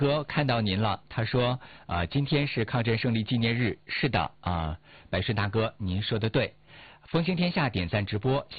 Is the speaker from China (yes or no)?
yes; Northeast China, China; 还有咱们家乡的传统的二人转